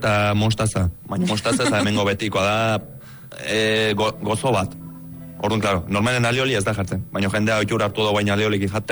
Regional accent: Lazkao, Basque Country, Spain; also born or lived in Romania; Ni lazkautarra esateko. Azkenako, hemen enaiz jaio, baina txiki-txikitatik hemen bizi izan naiz, hemen ditu launek, hemen dauket lana, hemen dauket dana.

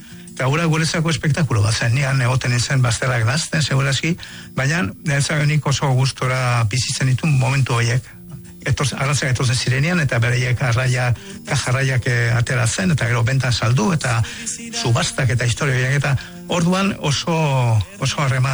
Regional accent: Hondarribia, Basque Country, Spain; ni Hondarribian jaio nintzen eta Portuan bertan bizi nintzen

